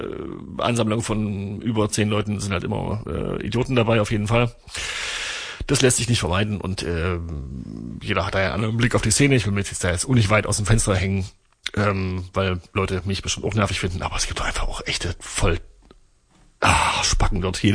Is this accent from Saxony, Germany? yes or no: yes; Torgau, Saxony, Germany; born or raised there; moved away